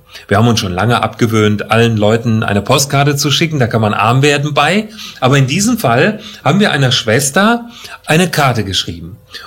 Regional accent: Germany; wir als Deutsche.

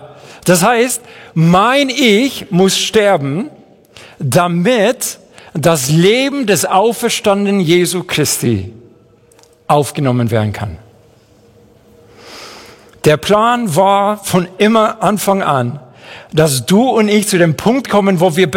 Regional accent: Madrid, Community of Madrid, Spain; German is a second language; also born or lived in Seville / near Chicago; now in Fischbach, Germany; ich bin in Großstadt Madrid aufgewachsen, bin in Sevilla geboren, Madrid aufgewachsen, dann bin ich umgezogen in die Nähe von Chicago und jetzt wohne ich in der nächste große Weltstadt Fischbach. Eigentlich bin ich als City Slicker aufgewachsen, das heißt Stadtmensch auf Englisch.

